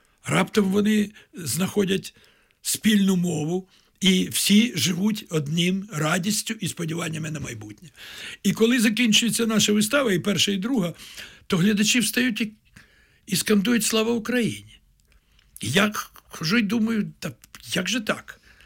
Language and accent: Ukrainian; Kyiv, Ukraine; also born or lived in Kraków, Poland; я сам народився на Подолі в подвір'ї на Воздвиженській вулиці, в подвір'ї, якому грали діти євреїв, татар, українців, молдаван.